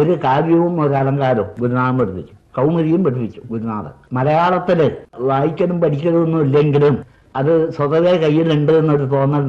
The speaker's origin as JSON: {"language": "Malayalam", "town": "Kanhangad", "region": "Kerala", "country": "India", "tie": "born or raised there", "said": "ഞാൻ ജനിച്ച കാനങ്ങാട്ട് വെള്ളിക്കോത്ത് സ്കൂള് അഞ്ചാം തരം വരെ പഠിച്ചു."}